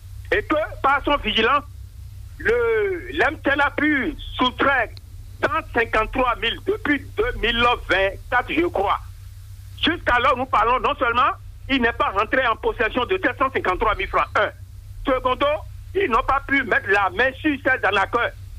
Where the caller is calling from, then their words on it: Porto-Novo, Ouémé, Benin; en direct depuis Port-Nouveau